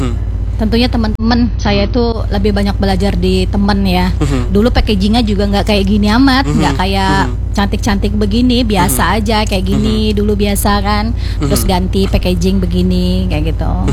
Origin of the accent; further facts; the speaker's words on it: Indonesia; saya asli Indonesia raya